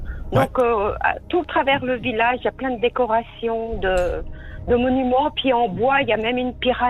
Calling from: Switzerland; De Nouréa

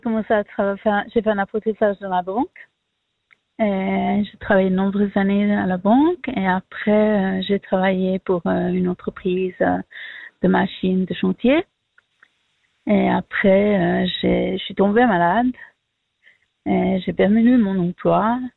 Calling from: German-speaking Switzerland, Switzerland; j'habite en Suisse allemande, je parle moins souvent le français qu'avant.

